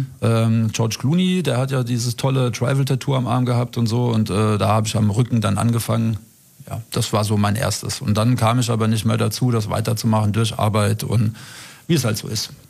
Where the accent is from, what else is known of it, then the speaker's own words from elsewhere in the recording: Frankfurt, Hesse, Germany; born there; Aber die Stadt Frankfurt ist halt mein Geburtsort. Ich bin geboren in Fechenheim.